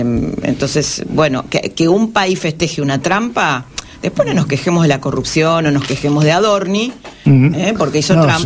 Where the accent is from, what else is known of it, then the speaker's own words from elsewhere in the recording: Argentina; no creo en esto de que la selección es somos los argentinos